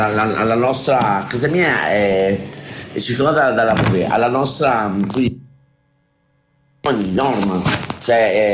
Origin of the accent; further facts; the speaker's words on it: Naples, Campania, Italy; sono napoletano